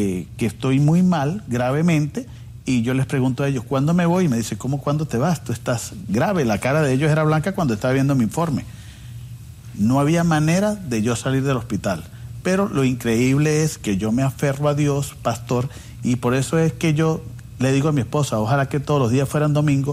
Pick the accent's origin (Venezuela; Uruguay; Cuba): Venezuela; now in United States; Sí, soy venezolano.